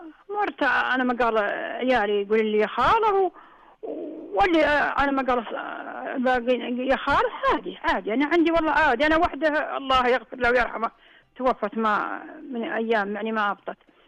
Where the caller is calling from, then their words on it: Al-Qassim, Saudi Arabia; من القصيم.